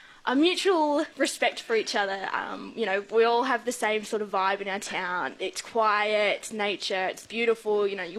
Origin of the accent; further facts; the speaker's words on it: Northam, Western Australia, Australia; moved away as an adult; now in Beverley, Australia; I grew up in Northam, so again, wheat belt